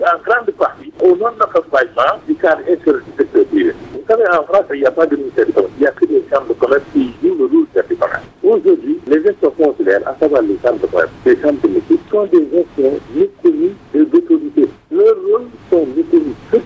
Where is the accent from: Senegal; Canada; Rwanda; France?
Senegal; ici, dans notre pays, chez nous, dans le Boulombé